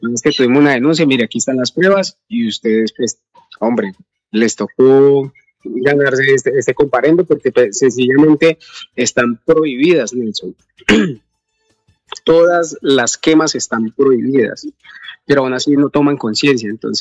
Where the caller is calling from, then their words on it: Planadas, Tolima, Colombia